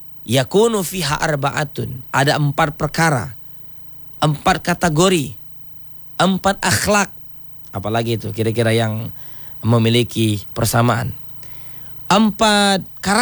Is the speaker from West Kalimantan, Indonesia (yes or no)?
yes; West Kalimantan, Indonesia; Sintang adalah rumah kita bersama.